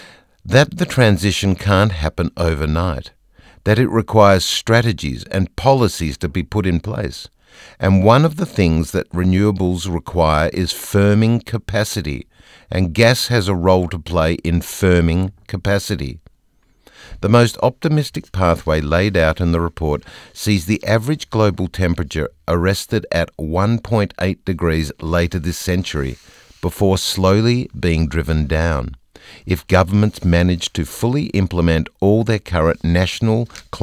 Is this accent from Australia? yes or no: yes; Geelong, Victoria, Australia; I grew up in Geelong